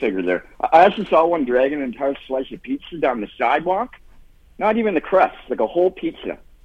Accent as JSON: {"language": "English", "region": "Ontario", "country": "Canada", "moved": "yes", "said": "I'm originally from Ontario"}